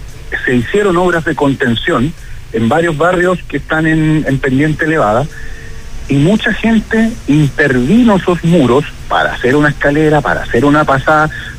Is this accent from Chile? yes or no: yes; Chuquicamata, Antofagasta, Chile; yo soy nacido y criado en Chuquicamata